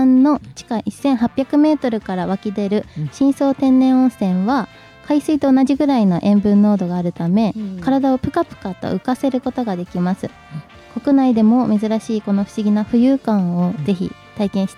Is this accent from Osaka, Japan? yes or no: no; Tokyo, Japan; now in Kesennuma, Japan; 出身は東京です。